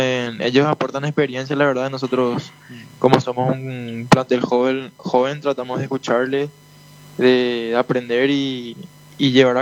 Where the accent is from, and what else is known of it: Lambaré, Central, Paraguay